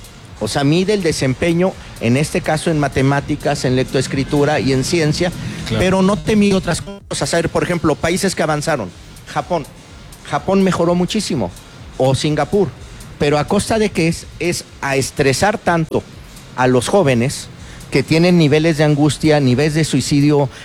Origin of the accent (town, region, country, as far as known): Mexico